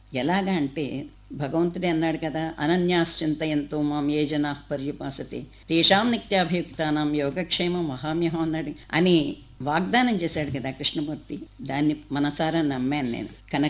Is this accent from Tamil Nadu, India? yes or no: yes; Chennai, Tamil Nadu, India; నిజానికి నేను మెడ్రాసులు, లైట్లు, సంగీత సభలు, తార్ రోడ్లు ఇవన్నిటితో పెరిగాను.